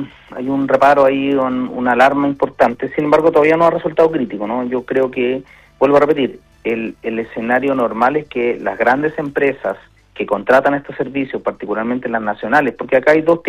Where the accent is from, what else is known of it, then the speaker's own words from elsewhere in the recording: Los Andes, Valparaíso, Chile; sigo siendo un andino de tomo y lomo y de corazón.